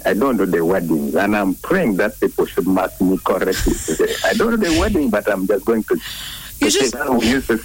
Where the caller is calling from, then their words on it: Kaabong, Northern Region, Uganda; I'm calling you from Karamoja.